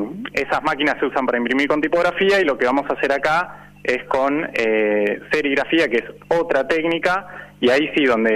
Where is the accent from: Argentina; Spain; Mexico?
Argentina; como muchos argentinos, estábamos viendo el partido acá, de hecho, en el taller.